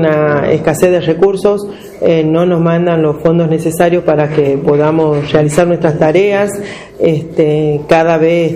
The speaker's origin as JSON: {"language": "Spanish", "region": "Tucumán", "country": "Argentina"}